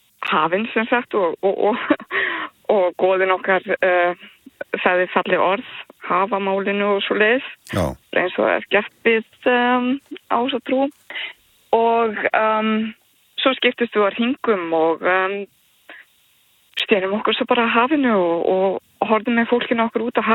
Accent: Álftanes, Capital Region, Iceland; Ég náttúrulega uppalinn á Álftanesinu og ég elska ströndina og hérna var þar á hverjum degi sem barn

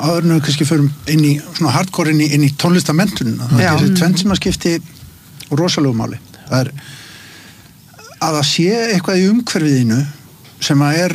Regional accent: Garðabær, Capital Region, Iceland; ég kem úr Garðabænum

